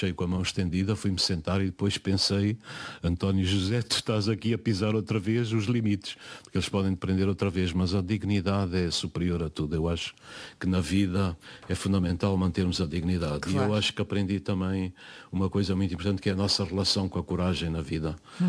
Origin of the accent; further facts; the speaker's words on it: Angola; born there; E fui visitar inclusive a vila onde nasci, vi a escola primária que tem lá, os alunos da escola primária.